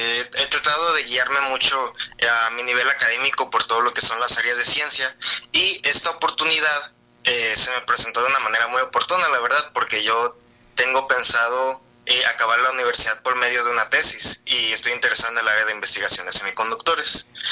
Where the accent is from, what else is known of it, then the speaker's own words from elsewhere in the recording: Ciudad Obregón, Sonora, Mexico; born there; Sí, yo soy de Ciudad Obregón, nacido aquí.